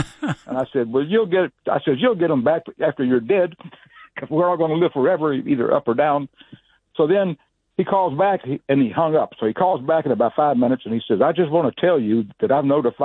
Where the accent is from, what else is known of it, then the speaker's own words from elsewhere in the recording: Cleveland, Ohio, United States; born there; also born or lived in Arkansas; now in Elyria, United States; we moved from Arkansas in 1955 on the south side. You know where the south side of Cleveland is?